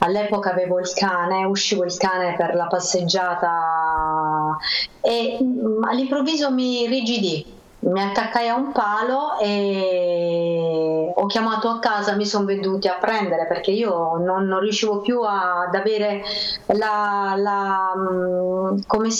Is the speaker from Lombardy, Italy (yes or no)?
no; Apulia, Italy; sempre da sola perché giustamente essendo pugliese io mi devo spostare, fare i viaggi della speranza, come diciamo noi.